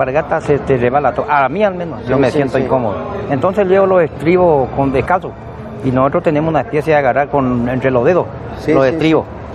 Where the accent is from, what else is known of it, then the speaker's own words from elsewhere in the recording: General Paz, Corrientes, Argentina; Yo soy de General Paz, a lo mejor escucharon ahí.